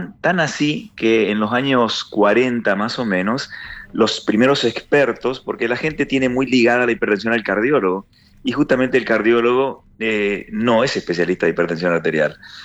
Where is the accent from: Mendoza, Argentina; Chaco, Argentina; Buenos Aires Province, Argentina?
Chaco, Argentina; General José de San Martín; yo era chico en mi pueblo, yo soy de Chaco de San Martín